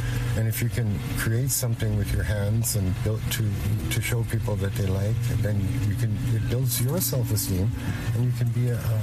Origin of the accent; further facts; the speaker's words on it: Fort Smith, Northwest Territories, Canada; also born or lived in Uranium City, Saskatchewan; I'm from the South Slave region of the Northwest Territories called Fort Smith. It's right on the edge of Wood Buffalo Park, and the Slave River is there.